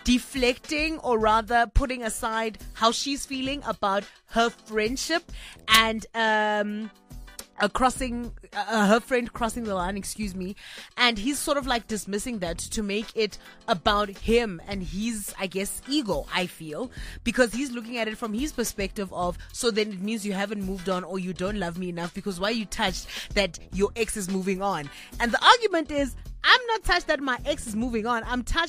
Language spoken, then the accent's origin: English; Kimberley, Northern Cape, South Africa; my hometown of Kimberley.